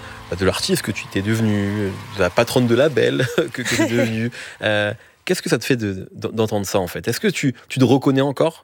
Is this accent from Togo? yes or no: no; France; Chez nous, en France